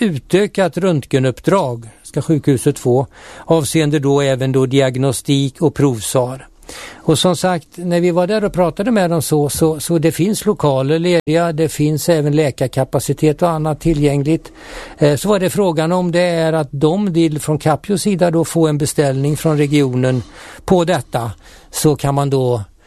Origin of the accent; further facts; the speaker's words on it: Älta, Stockholm County, Sweden; jag kommer från Älta och är väldigt mycket ute i Älta Mosse